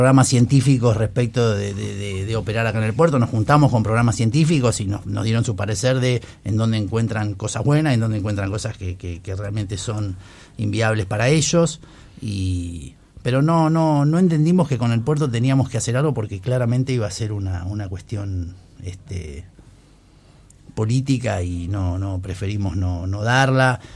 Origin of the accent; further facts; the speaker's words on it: Tierra del Fuego, Argentina; cómo somos como fueguinos.